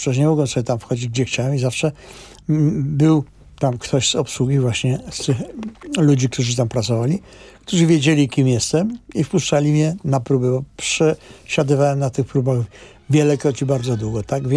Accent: Kraków, Lesser Poland, Poland; jestem krakowianinem

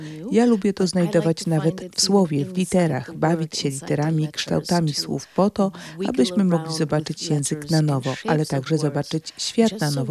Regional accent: Germany; first language German; Polish is a second language; moved away as an adult; also born or lived in New York; wróciłam też do mojego dzieciństwa, które upłynęło w zasadzie jednojęzycznie. Dorastałam w Niemczech, moi rodzice są Niemcami.

